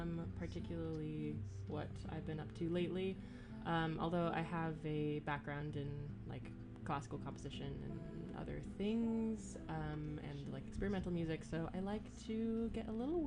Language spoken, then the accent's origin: English; Oakland, California, United States; I'm from Oakland, California.